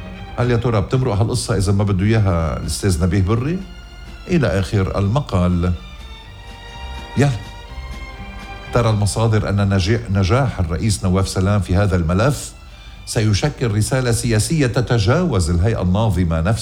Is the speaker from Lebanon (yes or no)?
yes; Lebanon; يا آخ يا بلدي لبنان